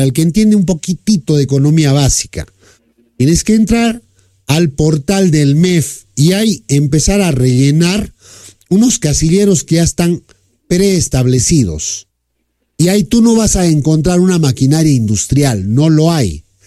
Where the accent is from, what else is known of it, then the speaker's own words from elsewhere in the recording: Patambuco, Puno, Peru; mi tierra, Patambuco, produce una de las papas más exquisitas y ricas. Más de 25 variedades solamente en mi Patambuco.